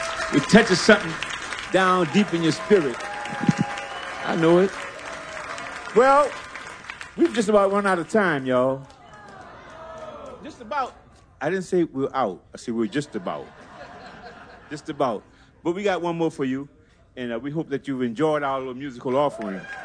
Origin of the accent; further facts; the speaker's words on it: New Orleans, Louisiana, United States; Vic and I, we're from New Orleans